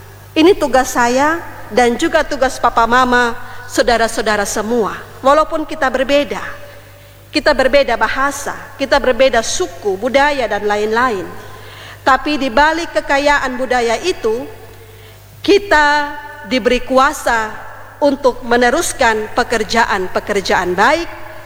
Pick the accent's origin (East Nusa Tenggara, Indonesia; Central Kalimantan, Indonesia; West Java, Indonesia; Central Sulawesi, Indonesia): East Nusa Tenggara, Indonesia; Kalau kita orang Rote, kita punya filosofi atau semboyan itu adalah, salah satu contoh adalah Dalek Esa.